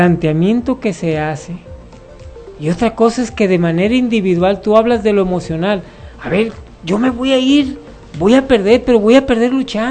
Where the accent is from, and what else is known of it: Mexico